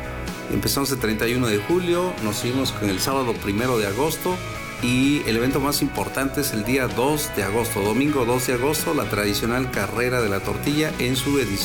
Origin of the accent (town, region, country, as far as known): Santa María Coapan, Puebla, Mexico